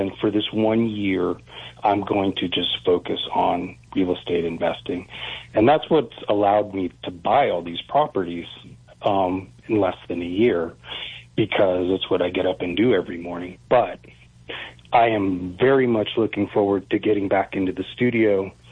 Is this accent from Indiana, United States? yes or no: no; Houston, Texas, United States; moved away as an adult; Originally, I grew up in Houston. I spent the first 18 years of my life in Houston, and, you know, as soon as I could, I got out of there.